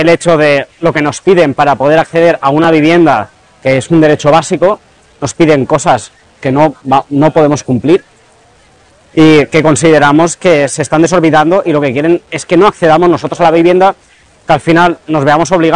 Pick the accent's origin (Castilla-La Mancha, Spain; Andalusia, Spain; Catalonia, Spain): Catalonia, Spain; Barcelona; en mi caso también como saharaui, aunque llevo viviendo aquí toda la vida y hablo tanto castellano como catalán perfectamente.